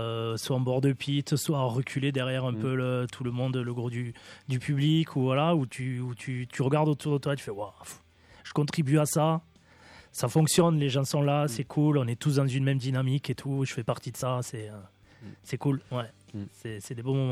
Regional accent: Albi, Occitanie, France; Radio Albigès, on est d'Albi, on est du Tarn.

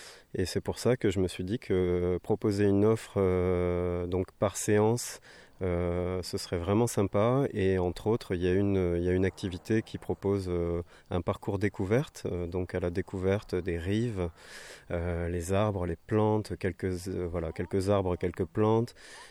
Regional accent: Overseas France, France; Je suis originaire de l'Outre-mer et voilà, et j'ai travaillé aussi dans le Sud-Ouest, à Oléron.

